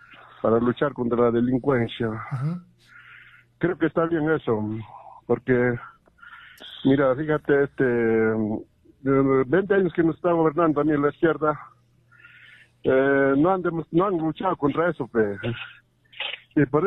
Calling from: Samán, Puno, Peru; yo me comunico desde Samán

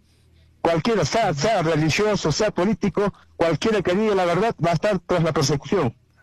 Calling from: Azángaro, Puno, Peru; Le estoy llamando de Azángaro

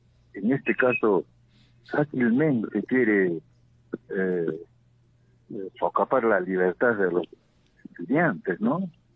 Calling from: Juliaca, Puno, Peru; de acá, de Juliaca, Los Puentes.

